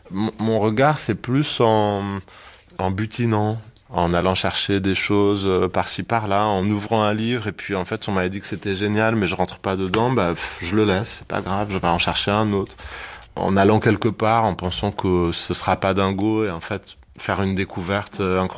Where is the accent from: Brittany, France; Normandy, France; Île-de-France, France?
Île-de-France, France; Ivry-sur-Seine; quand j'étais donc lycéen aux ateliers théâtre d'Ivry-sur-Seine, là où j'ai grandi, on avait travaillé sur Outrage au public